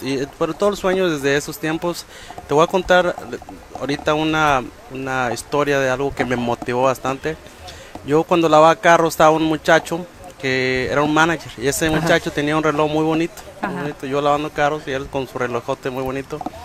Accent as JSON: {"language": "Spanish", "region": "Nayarit", "country": "Mexico", "tie": "born there", "said": "yo nací en Nayarit, en un rancho que no aparece."}